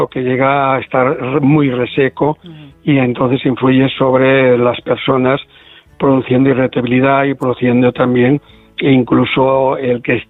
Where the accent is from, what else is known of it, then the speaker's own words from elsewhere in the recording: Galicia, Spain; Como buen gallego voy allí.